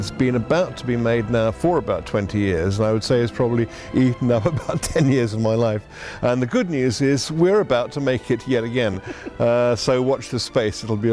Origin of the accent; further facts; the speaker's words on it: United Kingdom; I'm British and we are pedantic.